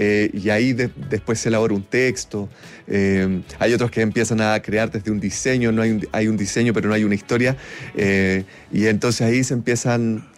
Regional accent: Concepción, Biobío, Chile; Bueno, varios de los miembros de la compañía somos de región. Ya creo que lo mencioné recién, pero yo soy de Concepción.

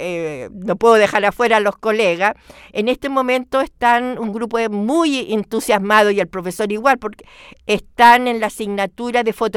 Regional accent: Valparaíso, Chile; Yo soy porteña, así que he crecido escuchando tango.

